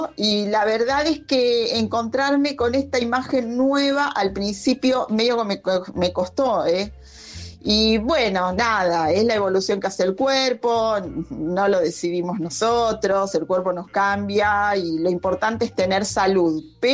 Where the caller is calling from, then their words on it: Temperley, Buenos Aires Province, Argentina; de Temperley. Vos sabés que yo nunca tuve problemas con mi propia imagen, pero últimamente tuve un cambio corporal a causa de la menopausia. Yo tengo 54 años